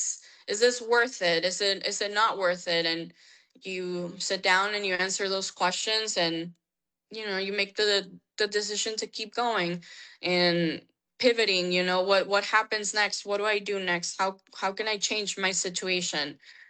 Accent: Texas, United States; born and raised in Texas, and you know, it's home to you.

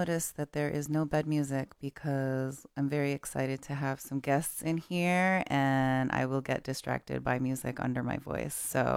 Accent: Jackson Heights, New York, United States; But I grew up in Jackson Heights.

